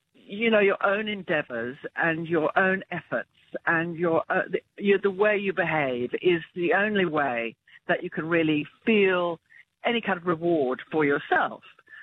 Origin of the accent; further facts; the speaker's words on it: England, United Kingdom; now in Australia; I grew up in England, so I didn't grow up particularly with skincare protocols.